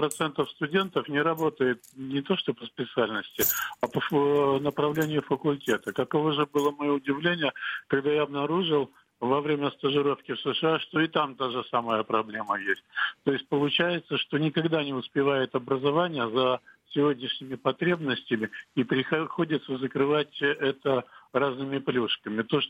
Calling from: Vladivostok, Primorsky Krai, Russia; я говорю из Владивостока.

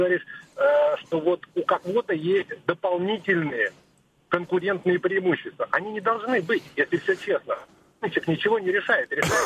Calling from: Saint Petersburg, Russia; я из Петербурга.

